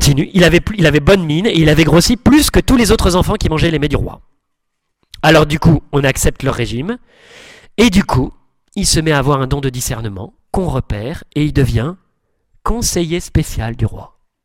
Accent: south of France, France; Mais comme je viens du Sud, vous voyez, j'avais un peu enflé l'affaire.

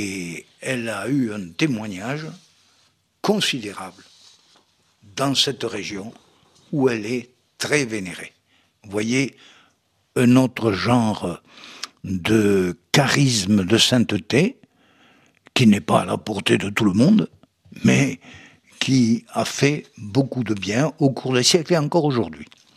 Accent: Nancy, Grand Est, France; Chez nous, à Nancy, en Lorraine

